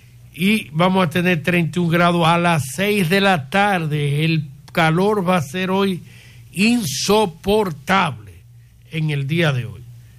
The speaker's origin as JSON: {"language": "Spanish", "country": "Dominican Republic", "said": "nosotros como dominicanos estamos preparados para algo así."}